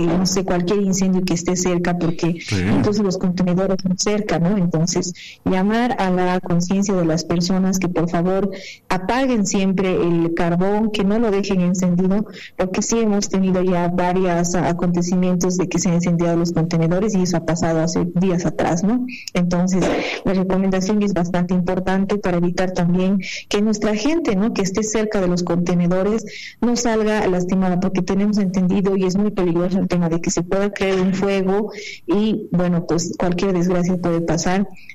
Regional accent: Potosí, Bolivia; sabemos nosotros como potosinos que tenemos y como bolivianos la costumbre de, bueno, en agosto hacer las poas

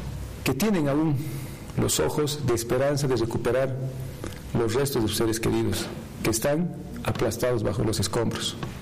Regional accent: Bolivia; Lo hice como padre, lo hice como boliviano

